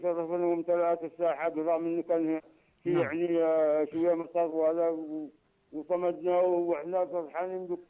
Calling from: Dhamar, Yemen; من محافظة دمار.

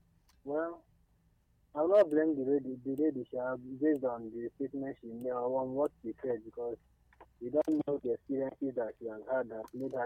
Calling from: India; I'm calling from India.

